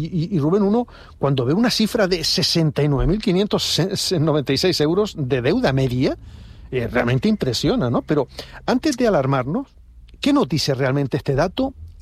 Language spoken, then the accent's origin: Spanish; Spain; o no somos conscientes los españoles